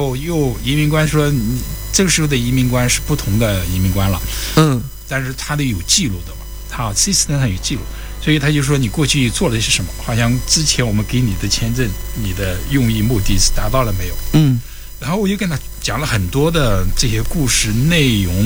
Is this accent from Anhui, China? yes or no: yes; Hefei, Anhui, China; moved away; 我们是老乡，我也是合肥的人。